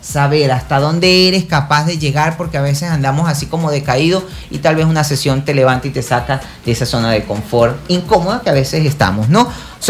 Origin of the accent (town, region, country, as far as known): Venezuela